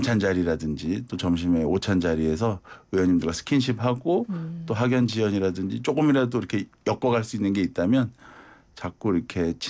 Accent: Seoul, South Korea; 저는 서울입니다, 고향. 그래서 이 귀경길 이런 걸 해본 적이 없어가지고

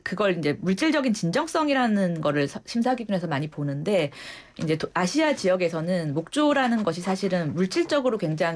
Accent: South Korea

